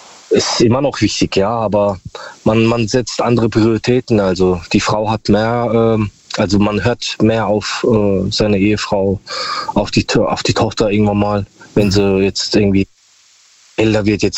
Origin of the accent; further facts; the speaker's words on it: Karlsruhe, Baden-Württemberg, Germany; Ich komme aus Karlsruhe.